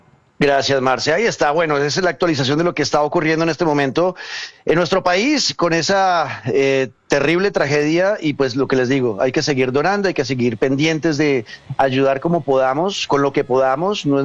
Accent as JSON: {"language": "Spanish", "country": "Colombia", "said": "Somos una sola bandera, somos colombianos. Hoy ya no somos de regiones."}